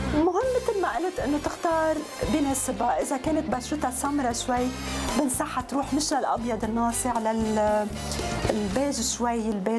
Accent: Lebanon; بحلم فيه إذا كان يطاق إنه أنا لبنانية وفكر ببلدي، أكيد بحلم.

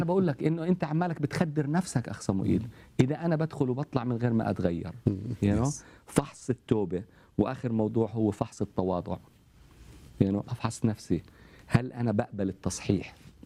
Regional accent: Syria; أنا سوري استخدمت اليوم تعبير الصبح

